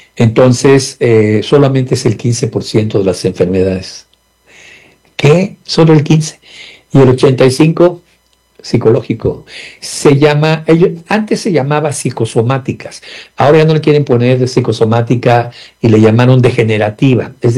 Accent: Mexico; en México le llamamos comida.

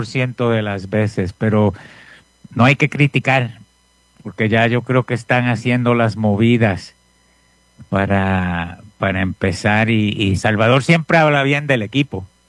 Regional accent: Puerto Rico; Denver, los mexicanos me vacilaban. Me decían, ¿dónde tú eres? ¿De Puerto Rico? Puerto Rico. Sí, ahí soy yo, de Puerto Rico.

